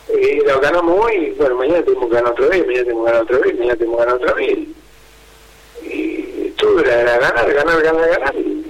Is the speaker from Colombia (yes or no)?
no; Argentina; Yo soy argentino, soy argentino también. Lo que pasa es que me toca estar de este lado del mostrador.